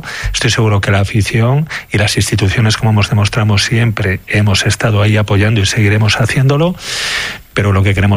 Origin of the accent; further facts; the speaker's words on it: León, Castile and León, Spain; Lo que sí deseo como alcalde, como leonés y como aficionado es que se haga un buen proyecto desde el principio